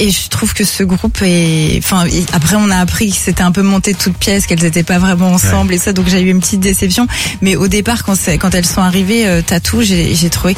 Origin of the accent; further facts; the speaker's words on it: Paris, Île-de-France, France; C'est vrai qu'en tant que parisien, on pense pas forcément.